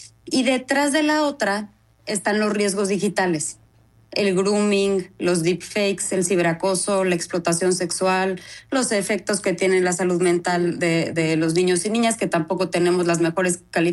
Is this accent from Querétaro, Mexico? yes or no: yes; Querétaro, Mexico; Soy orgullosamente queretana